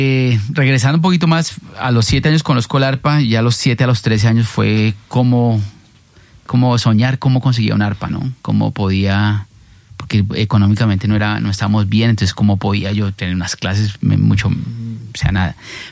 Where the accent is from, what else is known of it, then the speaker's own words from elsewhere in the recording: Bogotá, Colombia; moved away as an adult; now in New York, United States; yo soy aquí de Bogotá y soy de un barrio del sur que se llama San Vicente Ferrer.